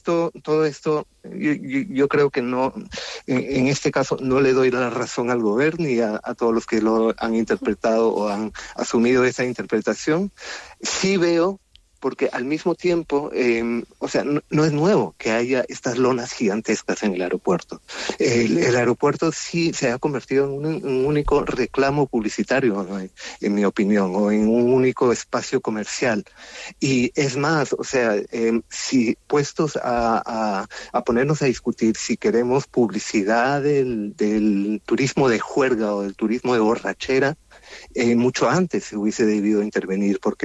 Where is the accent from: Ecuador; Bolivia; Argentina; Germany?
Germany; now in Spain; uno como alemán